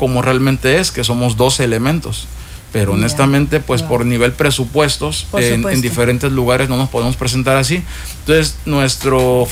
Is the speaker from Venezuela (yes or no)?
no; Coatzacoalcos, Veracruz, Mexico; Esta agrupación nace en Coatzacoalcos, Veracruz, que es mi ciudad natal.